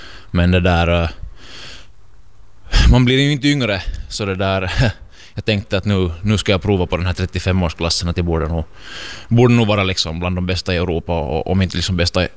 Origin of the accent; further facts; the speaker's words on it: Karis, Uusimaa, Finland; moved away as an adult; Jag är ju född och uppvuxen i Karis